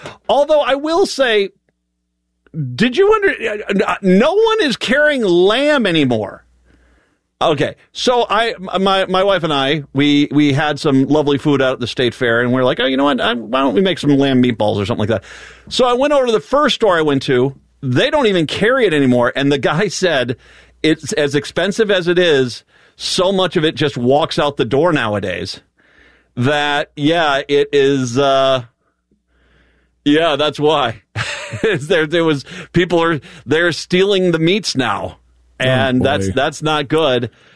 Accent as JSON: {"language": "English", "region": "East Coast", "country": "United States", "tie": "born or raised there", "said": "I grew up on the East Coast. Lamb, we used to have lamb all the time."}